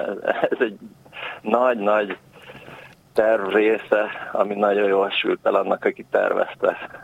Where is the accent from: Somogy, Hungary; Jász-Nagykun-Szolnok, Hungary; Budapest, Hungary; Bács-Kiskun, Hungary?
Budapest, Hungary; Én mondjuk az ötödik kerületben születtem, itt nőttem föl